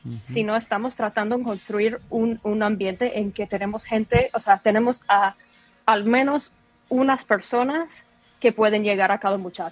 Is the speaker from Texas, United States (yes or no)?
no; New York, United States; yo crecí en Nueva York.